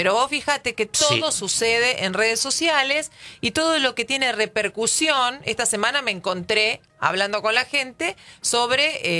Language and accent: Spanish; Argentina; seguimos siendo los argentinos a pesar de haber sido los segundos.